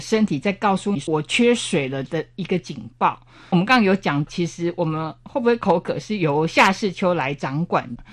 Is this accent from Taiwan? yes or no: yes; Taiwan